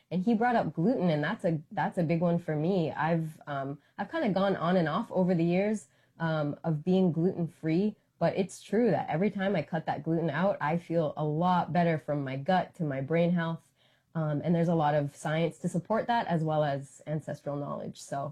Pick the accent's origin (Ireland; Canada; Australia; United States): United States; Northern Plains; I'm from the Northern Plains, so how I can't eat a bison diet in the way that my ancestors did